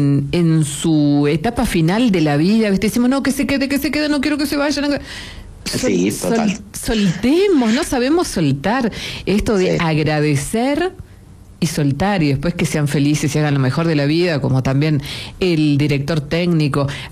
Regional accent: Argentina; Todos fuimos argentinos.

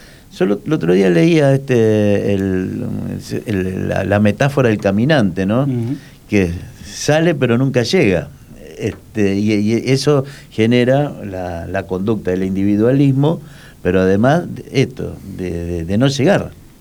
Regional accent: Argentina

